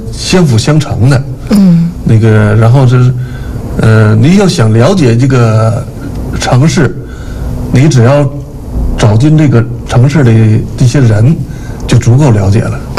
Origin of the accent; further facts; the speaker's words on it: Jinzhou, Liaoning, China; 因为自己是土生土长的锦州人嘛，那是我们老家离现在锦州城区也就十几公里，开车现在也就是10分钟